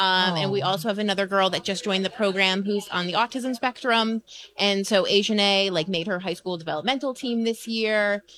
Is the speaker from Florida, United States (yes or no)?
yes; Florida, United States; now in Connecticut, United States; I grew up in Florida, so it was really easy down there just to pick it up. But then moved up here.